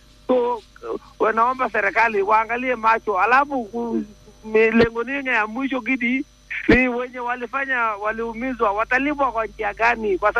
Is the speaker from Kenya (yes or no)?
yes; Kenya; born there; Sisi tumezaliwa Kenya na tungali tunaishi hii Kenya hii.